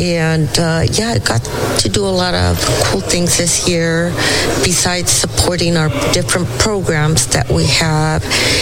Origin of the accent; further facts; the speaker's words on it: San Francisco, California, United States; it was during the Vietnam era that as I grew up in San Francisco, I used to see a lot of service members in town in uniform and also in church.